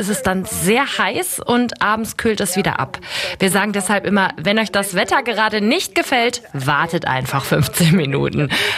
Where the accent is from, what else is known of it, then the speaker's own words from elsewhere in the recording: Ecuador; Das ist wirklich eine tolle Erfahrung, weil wir das in Ecuador so nicht haben. Bei uns in Ecuador kann es eher passieren, dass man alle Jahreszeiten an einem einzigen Tag erlebt.